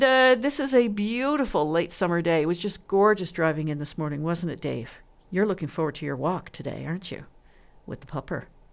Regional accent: Newfoundland and Labrador, Canada; me being a Newfoundlander

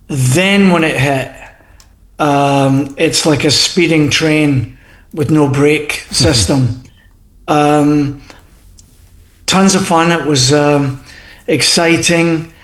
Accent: Scotland, United Kingdom; Yeah, so, being Scottish, and I know that Sam's off the Irish, his Irish background. I love coming to Newfoundland because it's got a wee touch of the old country for sure.

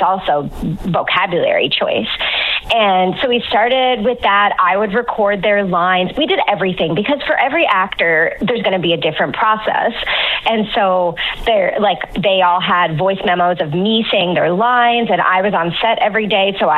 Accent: Gander, Newfoundland and Labrador, Canada; And I mean, I am from Newfoundland. I'm from Gander.

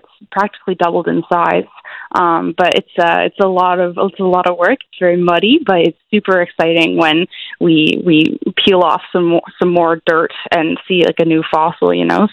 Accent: Ontario, Canada; moved away as an adult; now in Newfoundland and Labrador, Canada; I'm originally from Ontario

